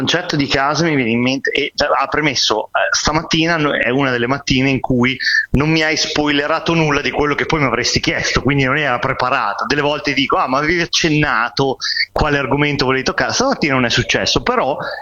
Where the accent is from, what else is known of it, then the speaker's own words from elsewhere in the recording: Emilia-Romagna, Italy; moved away as an adult; also born or lived in Milan / Rome; Uno è il posto in cui sono nato, il paesino in provincia di Modena, e quello sarà sempre casa